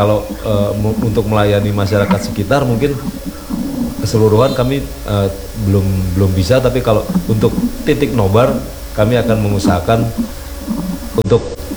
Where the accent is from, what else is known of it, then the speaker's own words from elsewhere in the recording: Java, Indonesia; karena saya dari Jawa, dulu di Jawa itu tidak ada bendera-bendera setinggi-setinggi itu di rumah-rumah.